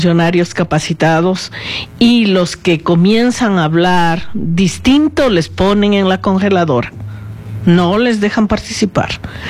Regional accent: Quito, Pichincha, Ecuador; como quiteña que yo soy de 71 años, tengo dolor por mi ciudad

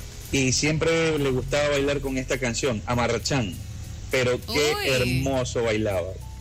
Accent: Atacames, Esmeraldas, Ecuador; born there; moved away; en mi adolescencia yo viví en Atacama, en Esmeralda.

